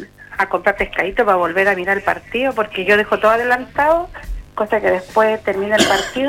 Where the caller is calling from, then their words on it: Iquique, Tarapacá, Chile; como buena iquiqueña que soy